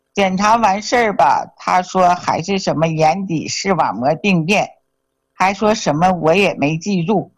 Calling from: Shenyang, Liaoning, China; 我是沈阳的。

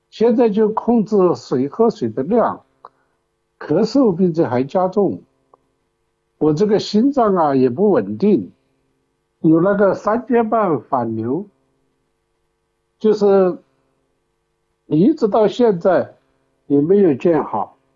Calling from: Chongqing, China; 我是重庆的老病号了，今年73了

